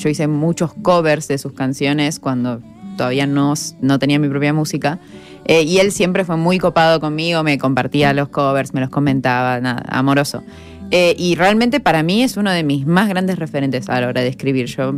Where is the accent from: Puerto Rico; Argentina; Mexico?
Argentina; moved away; yo soy de Argentina, pero mi apellido tiene origen sirio